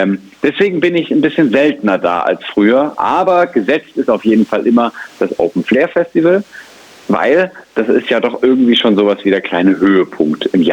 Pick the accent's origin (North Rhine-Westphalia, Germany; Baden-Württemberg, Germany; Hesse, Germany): Hesse, Germany; Eschwege; auch in meiner Heimatstadt in Eschwege.